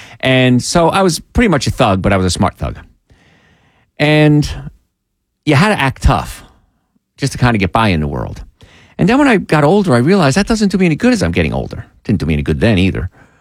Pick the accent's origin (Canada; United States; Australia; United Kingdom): United States; New Jersey; And when I was young, I grew up in New Jersey.